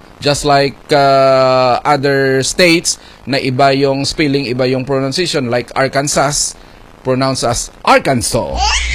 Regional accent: Iloilo, Philippines; Alam mo, karamihan dito sa amin sa Iloilo, like ako personally, laki tayong bundok, no? Sa malapit sa bundok yung bahay namin

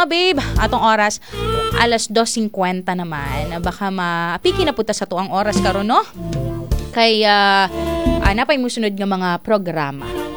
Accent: Nagcarlan, Calabarzon, Philippines; Ah, malayo po ako, ma'am babe. Taga Laguna po ako. Nag-Carlan.

